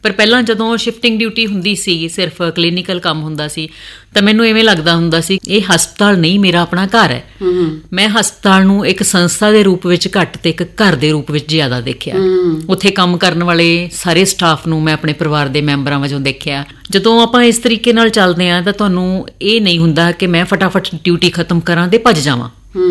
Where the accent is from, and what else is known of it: Punjab, India; born or raised there